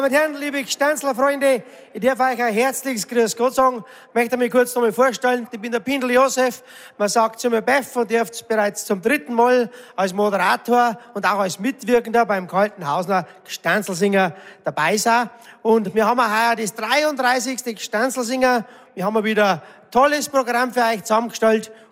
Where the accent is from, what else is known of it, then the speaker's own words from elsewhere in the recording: Bavaria, Germany; accent: Upper Palatinate dialect (Oberpfälzisch); jetzt sage ich es auf Oberpfälzisch, weil ich bin ein Oberpfälzer.